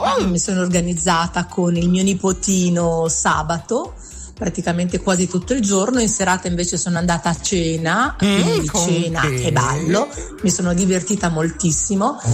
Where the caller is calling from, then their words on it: Trezzano sul Naviglio, Lombardy, Italy; qui del mio paese, Trezzano sul Naviglio, la tentacolare Trezzano sul Naviglio.